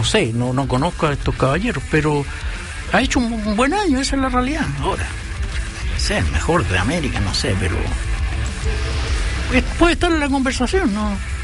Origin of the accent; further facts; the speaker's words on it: Chile; como somos chilenos todos